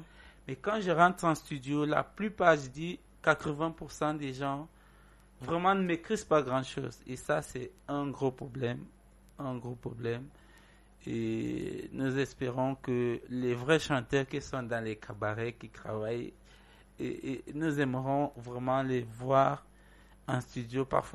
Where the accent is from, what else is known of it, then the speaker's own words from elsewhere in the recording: Cameroon; ici chez nous au Cameroun